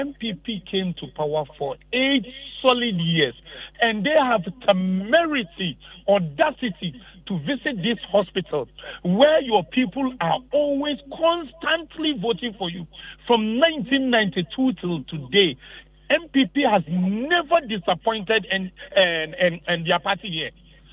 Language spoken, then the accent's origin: English; Ashanti, Ghana; we are all born and raised in Ashanti region. I grew up at New Amoku.